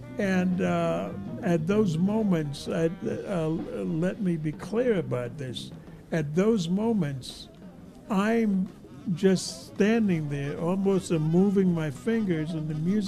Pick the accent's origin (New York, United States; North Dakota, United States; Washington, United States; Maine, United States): New York, United States; I was born in New York. I was born in Harlem, which is the epicenter. It was at that time, it was the epicenter of black culture.